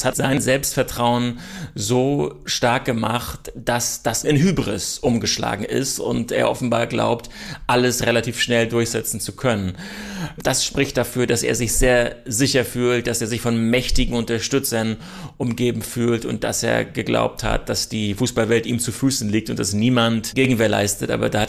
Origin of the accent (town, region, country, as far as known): Germany